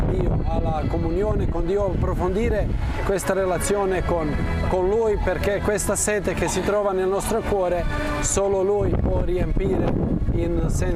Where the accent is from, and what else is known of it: Pula, Istria County, Croatia; Italian is a second language; now in Italy